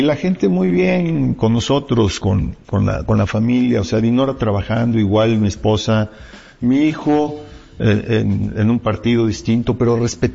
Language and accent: Spanish; Puebla, Mexico; Soy empresario poblano, he caminado Puebla desde que nací